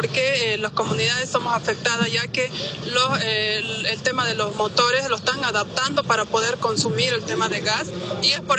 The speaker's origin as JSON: {"language": "Spanish", "country": "Bolivia", "said": "para nosotros como bolivianos y como pueblos indígenas."}